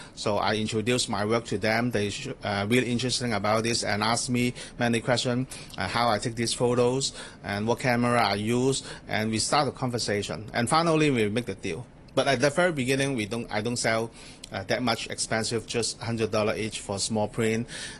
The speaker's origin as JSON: {"language": "English", "country": "Hong Kong", "tie": "born or raised there", "said": "The old and the new, especially I grew up here in Hong Kong. I have a special feeling of this place."}